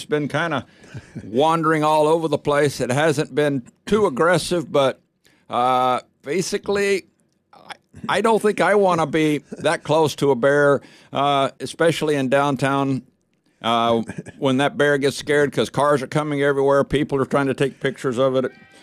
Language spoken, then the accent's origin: English; Houston, Texas, United States; now in Haines, United States; I came from the Houston area and I moved to Haines, so there's a slight population difference between Houston and Haines.